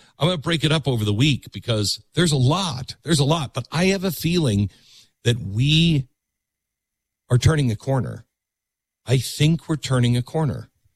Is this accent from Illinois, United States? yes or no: no; San Francisco, California, United States; We're from San Francisco. We're Americans.